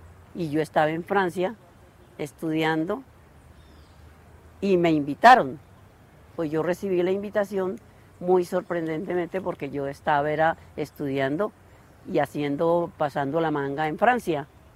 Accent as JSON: {"language": "Spanish", "region": "Caribbean coast", "country": "Colombia", "said": "nosotros los colombianos tenemos ese sentido de pertenencia que nos encontramos, así sea como se dicen allá, decimos nosotros en la costa los cachacos, pero todos somos colombianos."}